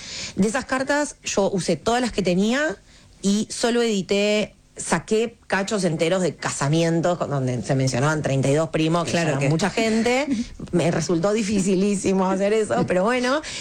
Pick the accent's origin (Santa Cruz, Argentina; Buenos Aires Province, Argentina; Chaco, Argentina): Buenos Aires Province, Argentina; Adrogué; yo soy de Adrogué